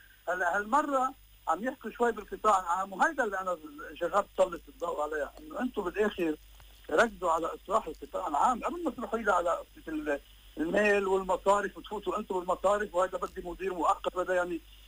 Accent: Lebanon

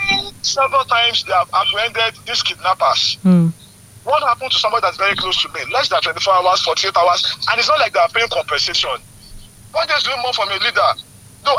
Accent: East, Nigeria; I don't need to tell them what to do because I'm from the East.

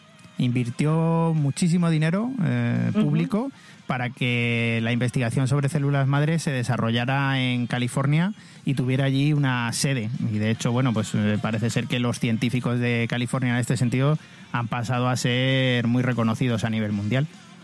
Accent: Spain

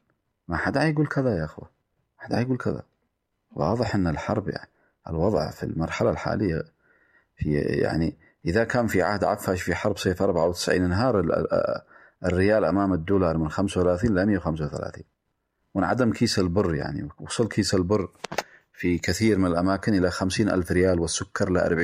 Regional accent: Yemen; نثبت وجودنا في العالم كله كيمنيين

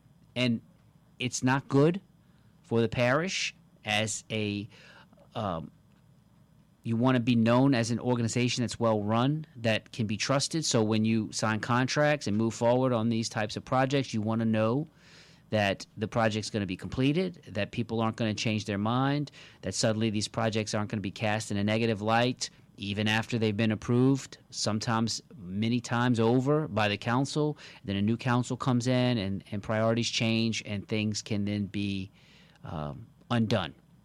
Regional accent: Marrero, Louisiana, United States; I love the fact that this is happening in Marrero, my hometown.

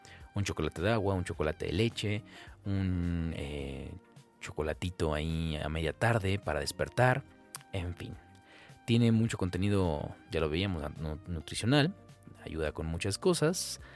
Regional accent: Mexico

